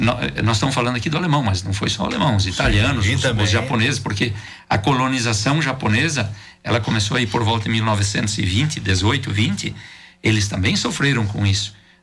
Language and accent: Portuguese; Brazil; sind ich brasilianis, muss langsam sprechen. Sou brasileiro, tem que falar devagar.